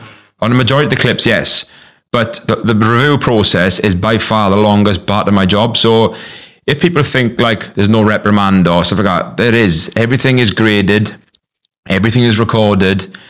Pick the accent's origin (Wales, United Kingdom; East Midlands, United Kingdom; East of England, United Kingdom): Wales, United Kingdom; As Welsh officials